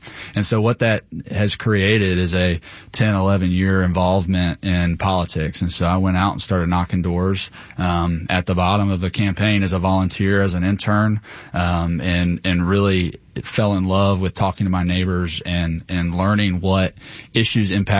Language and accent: English; Milton, United States; So grew up right here in our state house district. So I grew up in Milton, went to Milton High School. My wife and I both did. We're high school sweethearts.